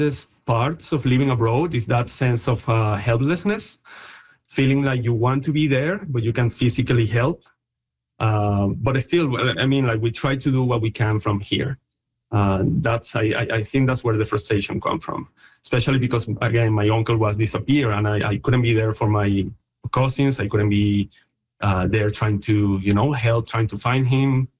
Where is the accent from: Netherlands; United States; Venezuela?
Venezuela; for having me on your show and for giving me the opportunity to talk about this tragic event affecting my home country, Venezuela.